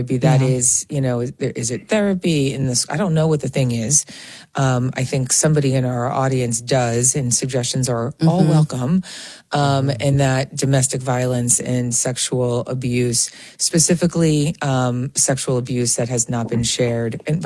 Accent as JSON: {"language": "English", "region": "New York", "country": "United States", "accent": "Long Island", "said": "Such a Long Island girl. I sense my Long Island accent."}